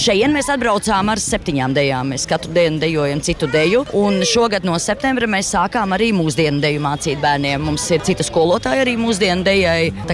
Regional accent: Mansfield, East Midlands, United Kingdom; Mēs esam no Lielbritānijas, no Mansfildes.

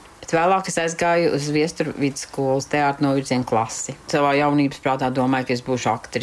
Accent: Lāde, Limbaži Municipality, Latvia; Es arī esmu no Limbažu pagasta, no Lādes tāda vieta.

